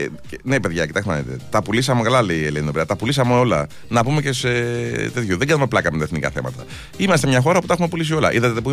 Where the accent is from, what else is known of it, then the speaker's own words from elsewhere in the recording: Greece; σαν Έλληνας